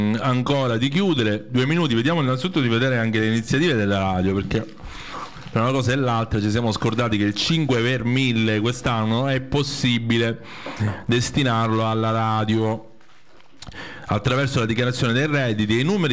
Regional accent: Sicily, Italy; born there; now in Padua, Italy; No, io vivo a Padova, sì. Però sono nato in Sicilia, ecco, perché della cadenza.

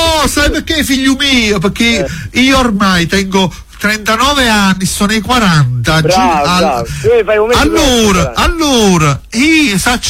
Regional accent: Torre del Greco, Campania, Italy; born there; Io sono nato a Torre del Greco.

